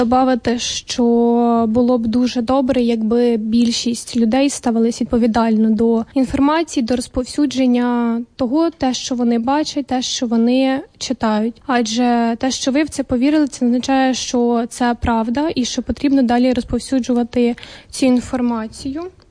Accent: Vinnytsia Oblast, Ukraine; Я з Вінницької області, проте зараз переживаю у Вінниці.

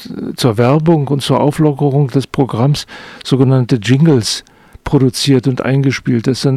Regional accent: Berlin, Germany; Obwohl wir in West-Berlin ja ziemlich eingesperrt waren.

